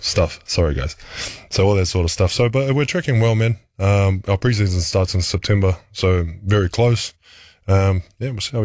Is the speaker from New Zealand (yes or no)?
yes; New Zealand; but then, yeah, you kind of still keep to being Kiwi.